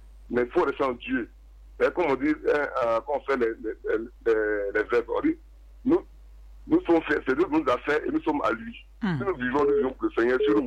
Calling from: Toumodi, Lacs, Côte d’Ivoire; Oui, j'appelle de Toumoudi.

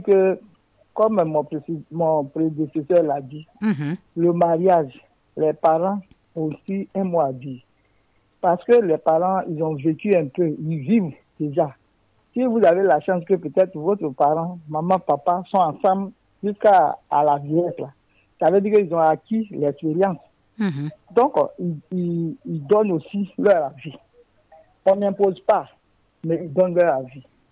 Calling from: Gagnoa, Gôh-Djiboua, Côte d’Ivoire; je suis à Gagnoua.

